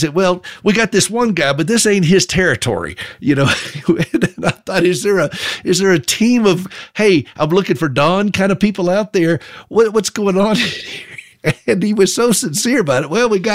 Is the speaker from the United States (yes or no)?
yes; the South, United States; now in Montana, United States; I'm from the South, where sarcasm is a way of life. I mean, that we just say things in the South differently.